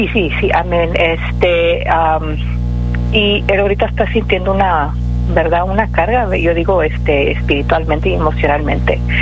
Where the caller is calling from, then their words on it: Edinburg, Texas, United States; De Edinburgh.